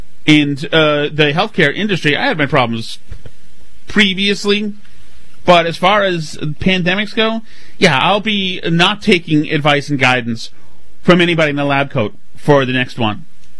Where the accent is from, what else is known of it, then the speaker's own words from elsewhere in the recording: Winchester, Massachusetts, United States; now in Newburyport, United States; I'm a North Shore guy. I'm from Winchester, and I'm way up here in Jupiter. I'm in Newburyport now.